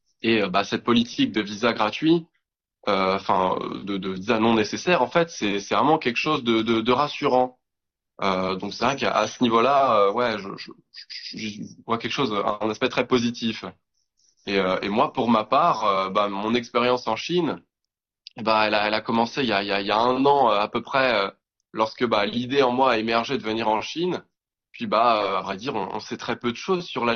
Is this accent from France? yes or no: yes; France; C'est vrai que quand on voit en vrai des immeubles qui font 50, 60 étages quand on vient de France, où un immeuble va rarement faire plus de 12 étages, c'est très impressionnant.